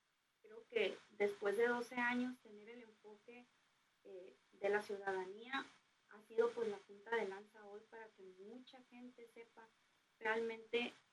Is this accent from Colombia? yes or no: no; Mexico